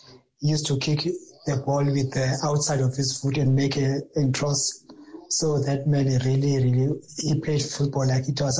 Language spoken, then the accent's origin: English; Potchefstroom, North West, South Africa; from Potchefstroom.